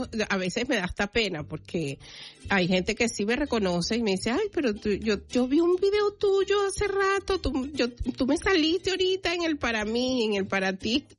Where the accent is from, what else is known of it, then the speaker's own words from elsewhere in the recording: Venezuela; somos venezolanos.